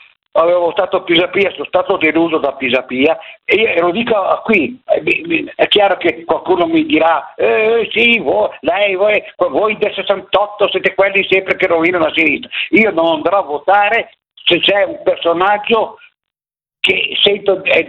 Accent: Milan, Lombardy, Italy; born there; io sono nato in Corso Garibaldi al 95, cioè ho 81 anni

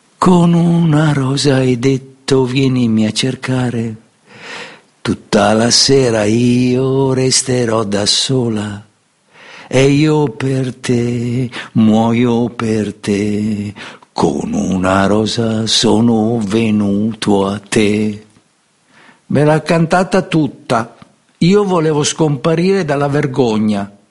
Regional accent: Sicily, Italy; nonostante sono siciliano con metà sangue greco da parte di padre e normanno da parte di madre

